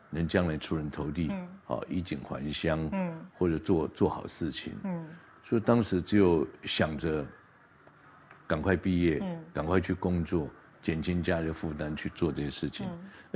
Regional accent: Taiwan; 因为我是来自于眷村子弟出身的，

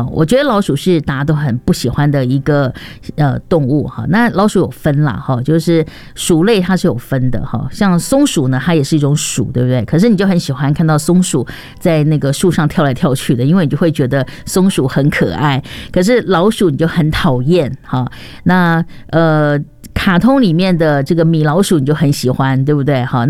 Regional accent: Taiwan

